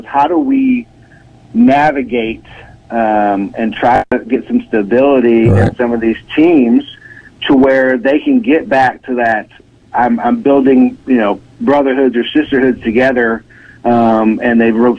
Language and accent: English; Lexington, Kentucky, United States; I grew up in Lexington, Kentucky, where I played many sports